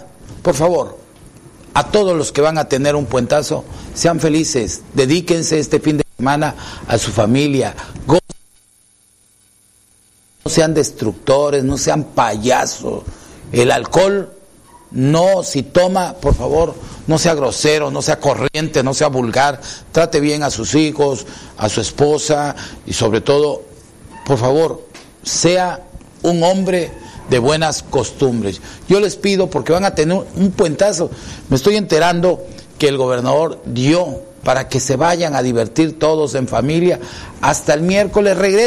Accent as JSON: {"language": "Spanish", "region": "Chiapas", "country": "Mexico", "said": "bendiga a mi tierra de Chiapas"}